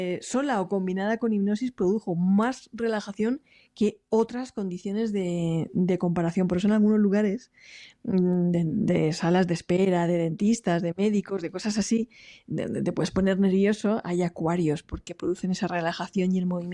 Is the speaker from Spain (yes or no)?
yes; Alicante, Valencian Community, Spain; yo, por ejemplo, que soy del Mediterráneo, de Alicante, yo cuando voy a la playa siempre me gusta situarme en una zona donde el agua rompe contra unas roquitas, ¿no?